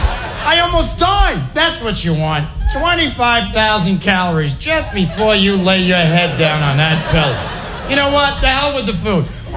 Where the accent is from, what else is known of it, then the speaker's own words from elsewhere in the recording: New York, United States; I'm from New York. That's redundant.